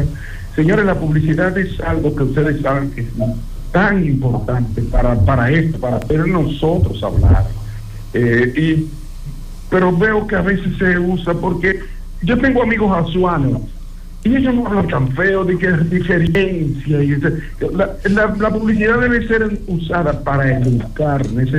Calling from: Herrera, Santo Domingo, Dominican Republic; de Herrera

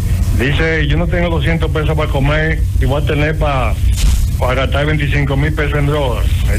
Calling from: Santo Domingo Oeste, Santo Domingo, Dominican Republic; de Las Palmas de Herrera.

